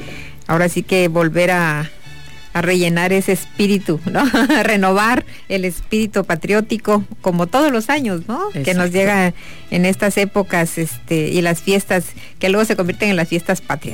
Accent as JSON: {"language": "Spanish", "country": "Mexico", "said": "la mayoría somos grandes mexicanos que queremos lo mejor para nuestro país."}